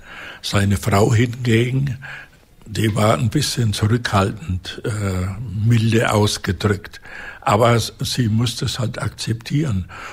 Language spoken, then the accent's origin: German; Czechia; now in Germany; Das ist schon noch mein Heimatort, aber mittlerweile bin ich 80 Jahre Hesse.